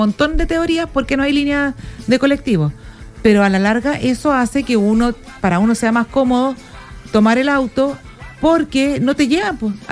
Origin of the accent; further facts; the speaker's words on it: Iquique, Tarapacá, Chile; O sea, Avenida Aeropuerto y Los Molles, para los que somos iquiqueños.